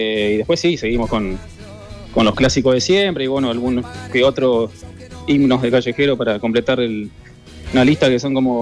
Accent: Santa Fe, Argentina; somos de Santa Fe

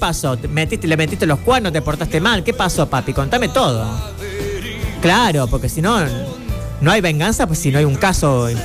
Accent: San Isidro, Córdoba, Argentina; yo soy de San Isidro, sí, tengo mi casa allá, en el Valle de Parabachasca, pasando en Izacate

